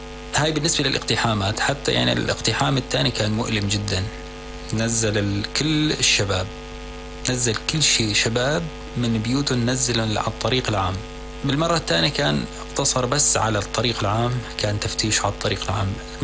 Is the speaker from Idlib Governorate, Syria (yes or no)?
yes; Idlib Governorate, Syria; فصار التحرير باتجاه مدينة جسر الشغور، نحن قريبين عليها.